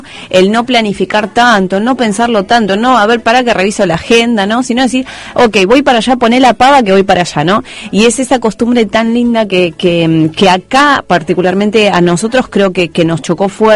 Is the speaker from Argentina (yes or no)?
yes; Argentina; moved away